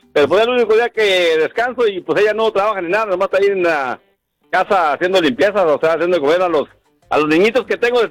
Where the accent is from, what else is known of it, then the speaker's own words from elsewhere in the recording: Mexico; moved away; Soy mexicano